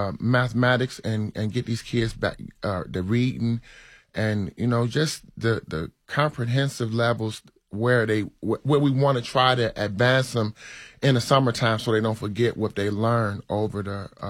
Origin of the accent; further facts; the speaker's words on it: Detroit, Michigan, United States; moved away; and this is my hometown.